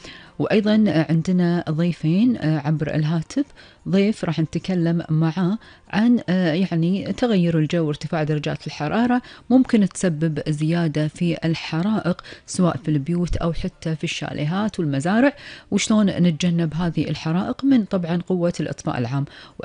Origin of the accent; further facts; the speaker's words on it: Kuwait; عن أخبار الديرة وآخر المستجدات في ديرتنا الحبيبة الكويت